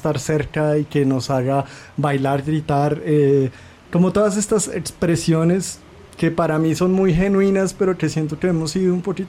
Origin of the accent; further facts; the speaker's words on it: Colombia; also born or lived in Belgium; now in Mexico; yo crecí en Colombia, después viví en Bélgica muchos años